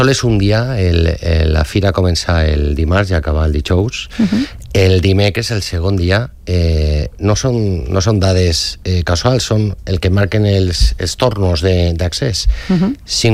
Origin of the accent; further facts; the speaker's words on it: Valencian Community, Spain; com a valencià me dol